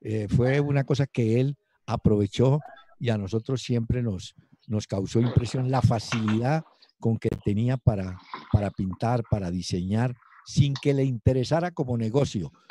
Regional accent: Cali, Valle del Cauca, Colombia; Pero realmente yo nací en Cali, pero la cercanía con el eje cafetero pues siempre me sirvió por la familia, por las costumbres, pero yo del barrio San Nicolás

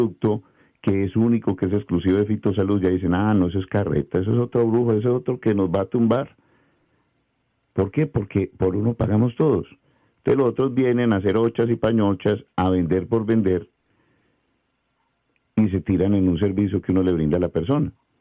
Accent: Medellín, Antioquia, Colombia; born there; yo nací en la clínica León 3

